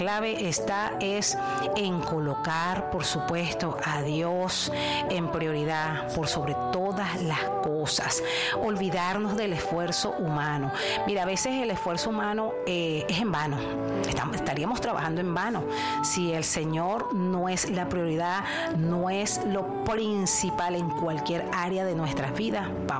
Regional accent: Barquisimeto, Lara, Venezuela; born there; Barquisimeto, mi ciudad natal.

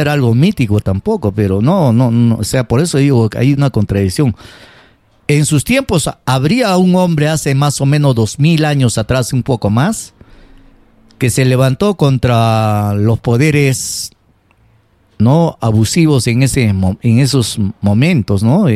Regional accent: Peru; Yo soy un serrano

